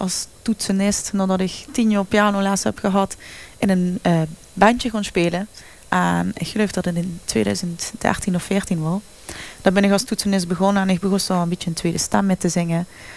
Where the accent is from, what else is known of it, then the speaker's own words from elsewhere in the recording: Landgraaf, Limburg, Netherlands; also born or lived in Brunssum; now in Heerlerheide, Netherlands; Ik ben oorspronkelijk geboren in Brunssum. Ik ben opgegroeid in Landgraaf en ik ben daar nu ook in Landgraaf gaan wonen. En ik woon nu in Heerlijde.